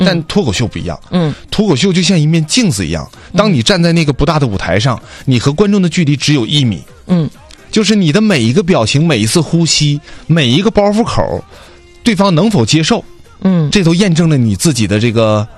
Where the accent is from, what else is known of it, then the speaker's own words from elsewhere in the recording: Changchun, Jilin, China; 我要让大家知道我是哪儿的，我是吉林本土的主持人、